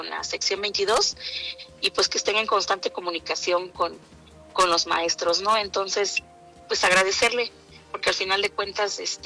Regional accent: Oaxaca, Mexico; como oaxaqueños no nos permitimos disfrutar de lo nuestro

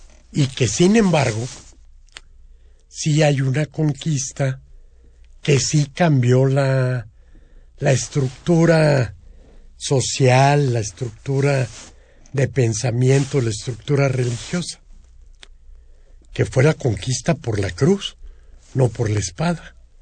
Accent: Saltillo, Coahuila, Mexico; born there; Yo nací en Saltillo, Coahuila, muy lejos de sentirme cercano a los mexicas.

